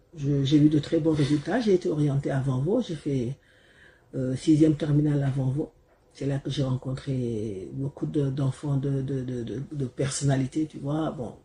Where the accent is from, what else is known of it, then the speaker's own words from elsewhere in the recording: Dakar, Senegal; also born or lived in Rufisque; Waaw moi je suis née à Rufisq parce que mon père était à travailler à Rufisq. Bon mon papa est Sim Sim. Ma grand-mère paternelle est de Pouhamto dans le Sim. Et puis voilà quoi, j'ai grandi à Dakar. J'ai grandi à la SICAP.